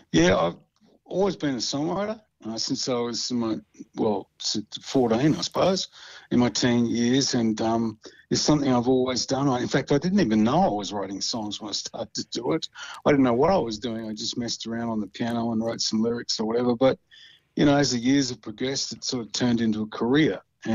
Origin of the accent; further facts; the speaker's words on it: Western Australia, Australia; also born or lived in Sydney; now in near Tamworth, Australia; I come from Western Australia originally, but it's about as west as it gets.